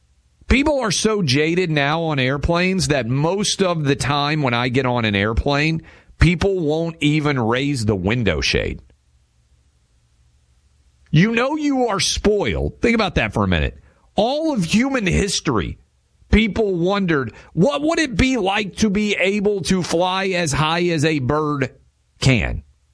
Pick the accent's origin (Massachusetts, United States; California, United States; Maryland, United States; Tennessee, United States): Tennessee, United States; Shiloh, in my home state of Tennessee, almost nothing has been built on that area still.